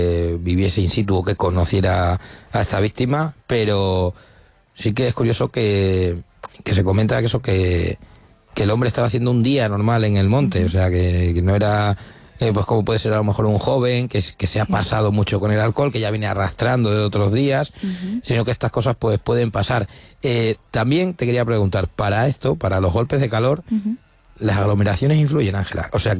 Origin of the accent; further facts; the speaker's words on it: Cáceres, Extremadura, Spain; soy un hombre de Cáceres, de calor